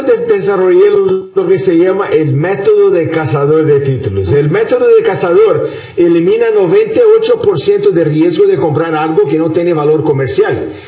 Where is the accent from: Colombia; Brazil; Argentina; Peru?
Brazil; moved away as an adult; now in United States; yo soy de Brasil. Llegué a Estados Unidos en 1998 con $100 en el bolsillo